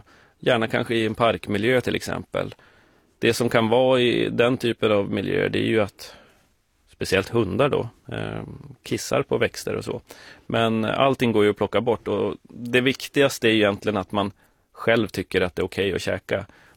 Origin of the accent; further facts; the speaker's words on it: southern Lapland, Sweden; moved away as an adult; now in Stockholm, Sweden; jag som är uppvuxen i södra Lappland